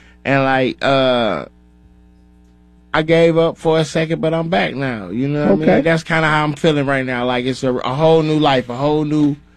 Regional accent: Atlanta, Georgia, United States; now in St. Paul, United States; Growing up in Atlanta, I'm from Minnesota, but I grew up in Atlanta. I moved to Atlanta when I was like 4 years old or whatever. So I grew up there.

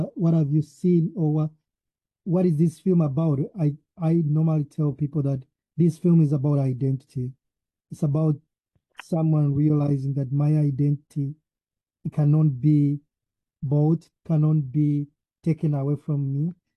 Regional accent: Uganda; born there; I was born in Uganda. I've lived in most parts of the world due to my journey with education.

